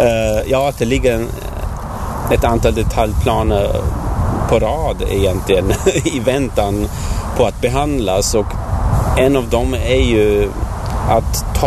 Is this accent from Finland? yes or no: no; Salzburg, Austria; now in Stockholm, Sweden; Det är så att jag är uppvuxen i Österrike, i Salzburg, i Alperna. Det är en stad mitt i Alperna.